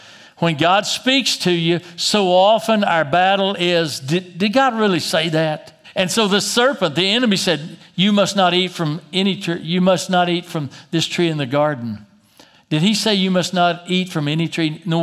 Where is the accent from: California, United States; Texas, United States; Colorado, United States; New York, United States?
Texas, United States; Plano; I grew up in Plano, so I can talk about us. But Plano people are different.